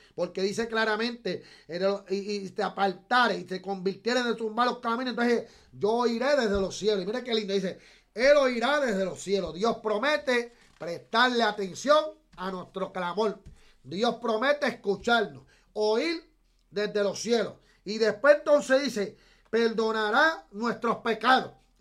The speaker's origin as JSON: {"language": "Spanish", "country": "Puerto Rico", "said": "yo soy puertorriqueño"}